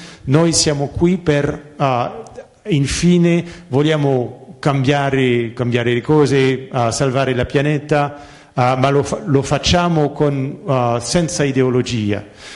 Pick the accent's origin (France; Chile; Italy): France; Ma questo io come francese, voi come italiani